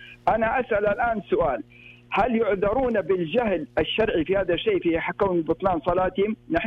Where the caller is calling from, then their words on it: Mecca, Makkah Province, Saudi Arabia; نحن في مكة المكرمة